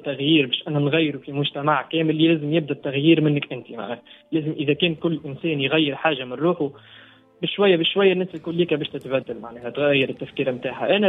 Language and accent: Arabic; Tunisia; احنا عندنا في تونس